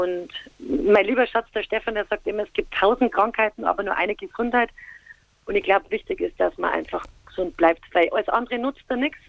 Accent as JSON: {"language": "German", "region": "Bavaria", "country": "Germany", "accent": "Bavarian", "said": "Das ist nämlich ein bayerischer Titel in unserem Dialekt."}